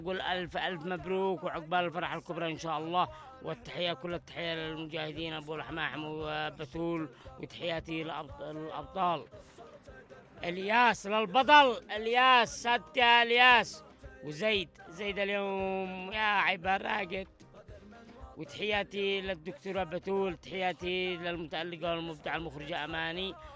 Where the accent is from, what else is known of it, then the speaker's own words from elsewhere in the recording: Yemen; نحن شعب يمني، نحن لا نخشى إلا الله ونحن متوكلون على الله.